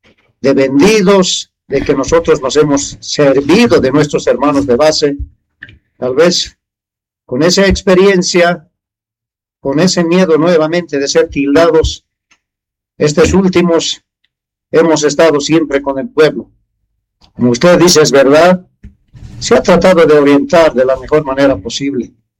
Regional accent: Bolivia; como boliviano que soy

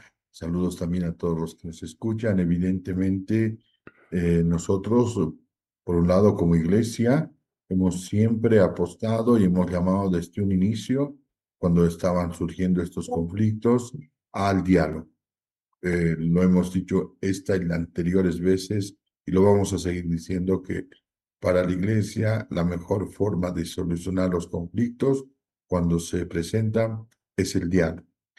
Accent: Bolivia; si no nos unimos como bolivianos

